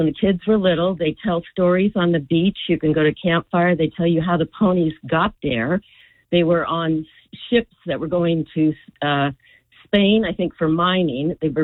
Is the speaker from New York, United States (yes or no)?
no; California, United States; now in Point Pleasant, United States; I grew up in California from a camper family.